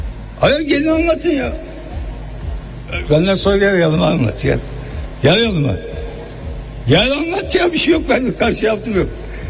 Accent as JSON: {"language": "Turkish", "town": "Diyarbakır", "region": "Diyarbakır Province", "country": "Turkey", "tie": "born there", "said": "Ben Diyarbakır ve Erkan'ın kasasında doğdum."}